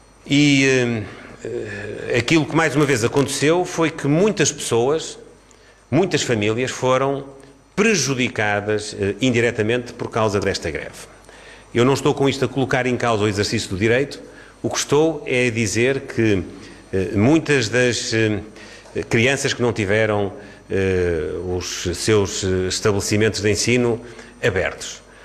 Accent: Portugal

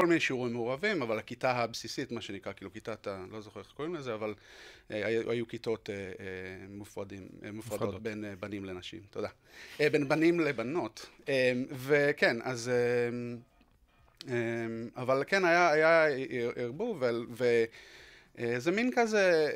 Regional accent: Northern District, Israel; אני גדלתי גם בקיבוץ נורא נורא צעיר, הרבה מהקיבוצים באזור שלנו, דיר הצבי, שדה אליהו, שהם הוקמו ממש לפני קום המדינה

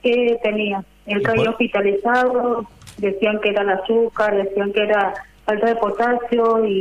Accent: Río Gallegos, Santa Cruz, Argentina; Nosotros venimos desde Río Gallegos, pero con una lucha tremenda porque mi padre es un paciente oncológico

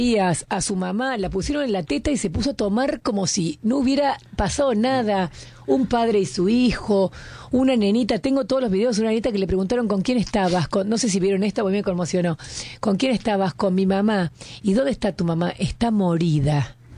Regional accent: Argentina; también nos toca como argentinos

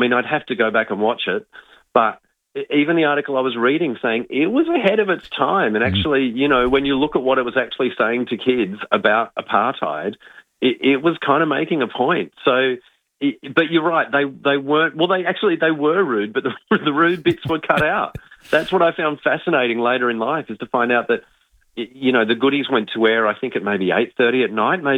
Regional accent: Australia; I think one of the joys of growing up in Australia in that time period is that we got the best of both worlds.

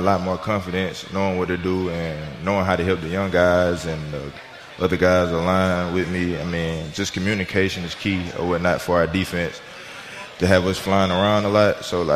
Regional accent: Eufaula, Alabama, United States; I'm from Eufaula, and not a little country town or whatnot.

